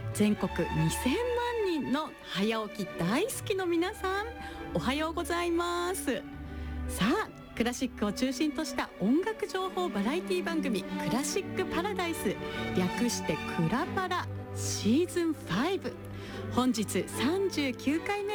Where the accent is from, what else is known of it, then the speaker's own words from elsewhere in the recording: Yamagata, Japan; 私の地元山形に蔵王温泉というとっても硫黄のいい香りがする温泉があるんですけれども